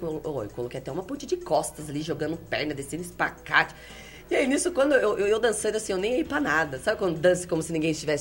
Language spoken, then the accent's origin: Portuguese; Limeira, São Paulo, Brazil; eu sou de Limeira.